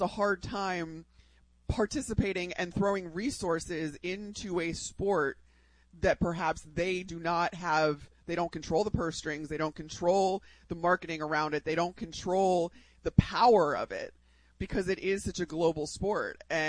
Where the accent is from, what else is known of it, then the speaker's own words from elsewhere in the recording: Illinois, United States; Like, I grew up in outside Chicago, where hockey was a huge sport that everybody in my neighborhood played.